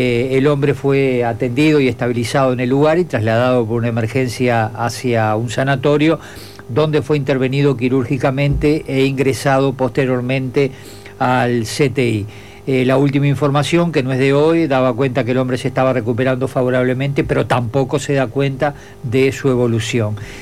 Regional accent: Gregorio Aznárez, Maldonado, Uruguay; Yo soy de Gregorio Aznares con mucho orgullo.

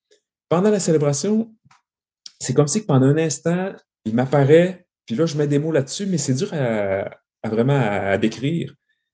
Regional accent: Saint-Prime, Quebec, Canada; je suis originaire de Saint-Prime, un petit village du lac Saint-Jean, un petit village agricole de campagne situé entre Roberval et Saint-Félicien.

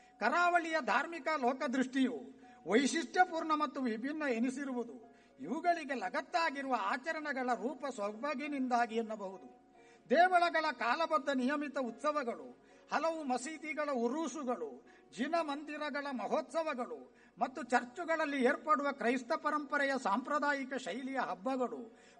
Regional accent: Karnataka, India; born or raised there

